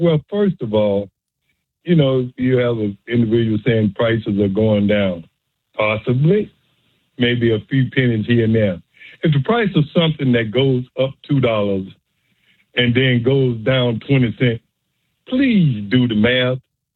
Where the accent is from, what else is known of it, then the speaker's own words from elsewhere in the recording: Memphis, Tennessee, United States; born there; also born or lived in Chicago; I was young. I was born in Chicago. My mother had to move me here due to the climate. And I moved down here to Memphis with my grandfather and grandmother.